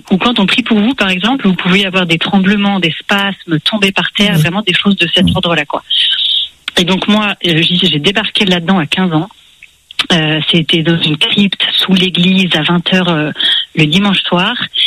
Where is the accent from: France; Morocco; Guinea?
France; Île-de-France; now in Paris, France; j'ai grandi dans une famille catholique, mais vous savez, dans les Yvelines, la religion était présente dans ma vie, mais c'était pas central.